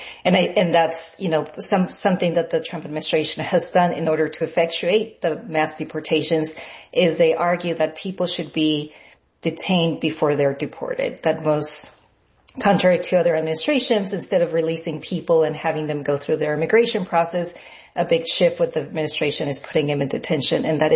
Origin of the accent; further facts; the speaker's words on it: El Paso, Texas, United States; Yeah, so I'm from El Paso, and I've been focusing a lot on Camp Beast Montana